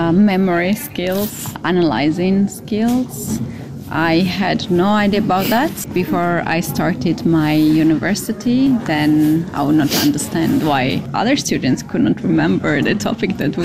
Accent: Georgia; now in Poland; I'm from Georgia, living in Poland, and I'm here for Superbet Foundation.

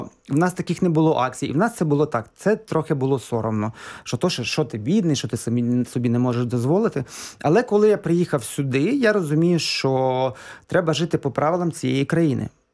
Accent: Chop, Zakarpattia Oblast, Ukraine; Я родом з Чопа, це Закарпатська область.

